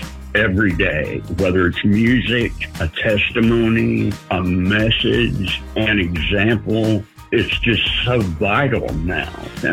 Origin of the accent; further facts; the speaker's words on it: Kingsport, Tennessee, United States; I'm from Kingsport, Tennessee.